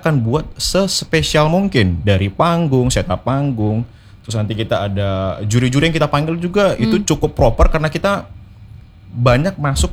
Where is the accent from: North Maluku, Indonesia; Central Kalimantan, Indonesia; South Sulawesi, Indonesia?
Central Kalimantan, Indonesia; Palangka Raya; Iya, saya dari Palangkaraya.